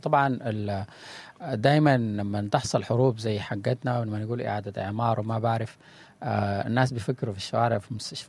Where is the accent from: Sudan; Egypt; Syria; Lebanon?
Sudan; آدم ده ولدنا هناك في السودان هناك ونحنا نشأنا وقعدنا هناك بيتنا ووعنا ده هناك